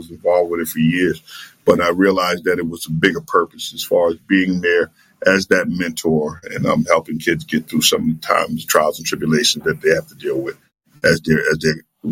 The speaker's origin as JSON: {"language": "English", "town": "Bronx", "region": "New York", "country": "United States", "tie": "born or raised there"}